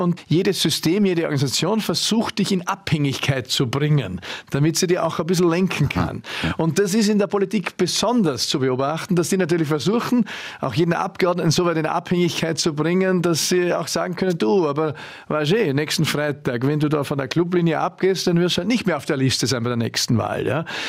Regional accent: Vorarlberg, Austria; in meiner Kindheit und Jugend im Klostertal

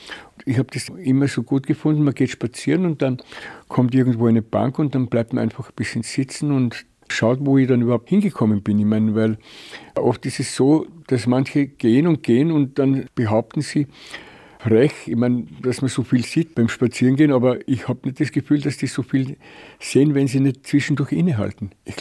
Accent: Lower Austria, Austria; moved away; Ich komme ja aus dem Weinviertel und das ist auch eine sehr hügelige Landschaft.

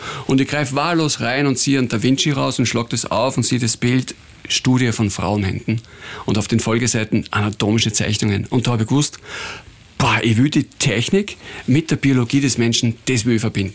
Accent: Upper Austria, Austria; born there; Ich habe das Privileg gehabt, dass ich in der Kindheit viel am Land war, im Innviertel

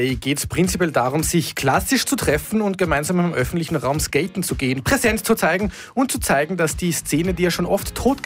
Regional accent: Salzburg, Austria; was ist mit Salzburg, muss ich als Salzburger da jetzt fragen.

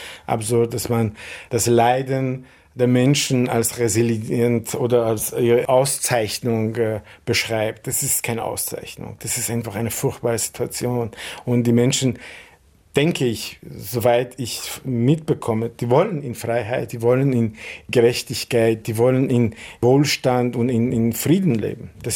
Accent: Vienna, Austria; Wien ist meine Heimat und ich fühle mich als Wiener.

